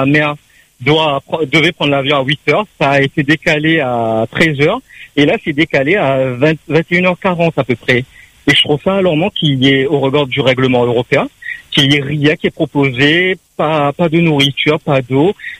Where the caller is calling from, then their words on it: Mauritius; moi je suis mauricien